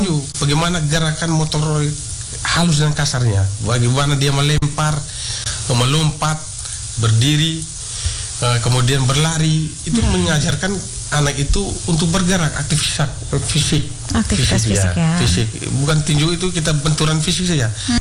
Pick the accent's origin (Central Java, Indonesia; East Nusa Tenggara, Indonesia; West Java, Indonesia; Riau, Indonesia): East Nusa Tenggara, Indonesia; Flores; kita orang Flores